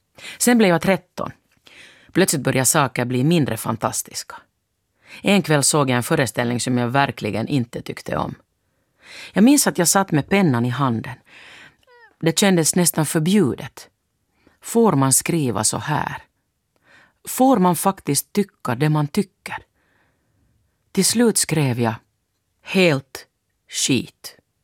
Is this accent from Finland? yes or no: yes; Finland; born there; När jag var ung fanns det i Finland någonting som kallades biodagen.